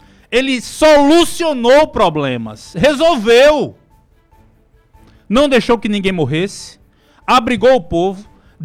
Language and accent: Portuguese; Santa Rita, Paraíba, Brazil; sou santarritense, nascido no dia 5 de outubro de 1976, na maternidade de Governador Flávio Ribeiro Coutinho, pelas mãos do médico Dr. Dorivaldo Pereira.